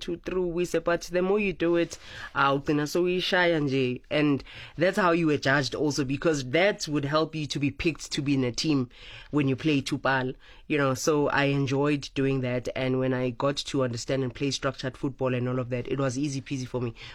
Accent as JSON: {"language": "English", "town": "Johannesburg", "region": "Gauteng", "country": "South Africa", "tie": "born or raised there", "said": "Growing up in Alex, for me, I wouldn't have chosen to grow up anywhere else, you know, because born and bred there, because growing up Ekasi like that, firstly, it's the languages, you know, so that molded me. I can speak more than 6 languages because I'm Pume Alex."}